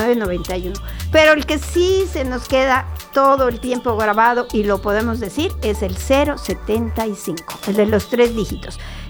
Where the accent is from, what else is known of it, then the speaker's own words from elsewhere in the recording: Yucatán, Mexico; Porque así somos los yucatecos. Nosotros somos distintos, estamos muy cerca de nuestro Señor